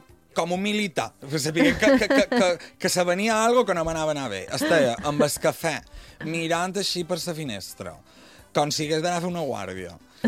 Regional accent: Balearic Islands, Spain; Clar, a mi com a mallorquí no me passarà.

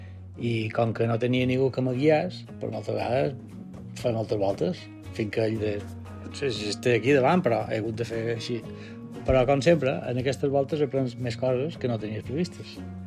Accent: Mallorca, Balearic Islands, Spain; born there; also born or lived in Montevideo, Uruguay; I jo vam venir aquí quan jo tenia 4 anys.

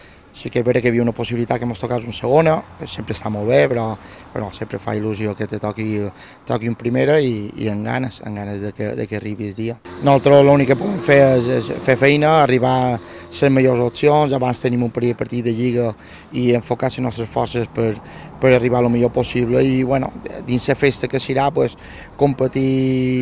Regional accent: Valencia, Valencian Community, Spain; born there; jo personalment vaig néixer a València, són del València, he jugat ja en el futbol base

